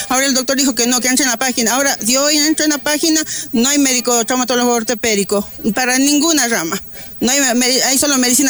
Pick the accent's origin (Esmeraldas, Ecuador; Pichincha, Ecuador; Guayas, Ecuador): Esmeraldas, Ecuador; Yo no vivo aquí, le digo, yo vengo de Esmeraldas.